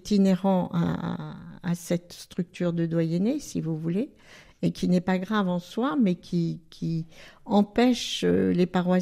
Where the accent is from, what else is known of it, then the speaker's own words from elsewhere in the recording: Paris, Île-de-France, France; moved away as an adult; moi je suis un oiseau de ville puisque je suis parisienne au départ. J'ai pris ma retraite dans cette région.